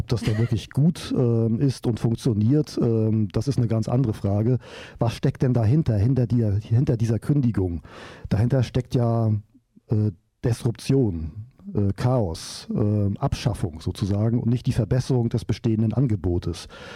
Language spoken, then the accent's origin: German; East Germany, Germany; Ich bin auch in der DDR aufgewachsen. Die ersten 18 Lebensjahre durfte ich in diesem Land verbringen.